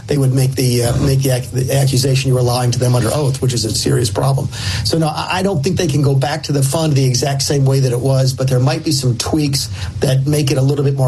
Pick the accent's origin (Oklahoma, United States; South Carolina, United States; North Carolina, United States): South Carolina, United States; I'm from South Carolina. I'm not there today, obviously